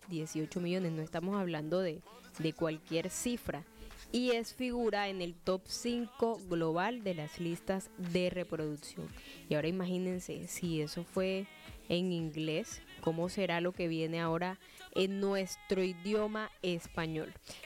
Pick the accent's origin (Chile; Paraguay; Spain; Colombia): Colombia; nosotros como colombianos